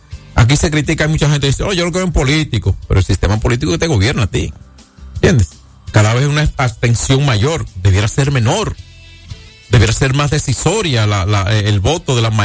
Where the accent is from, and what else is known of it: Dominican Republic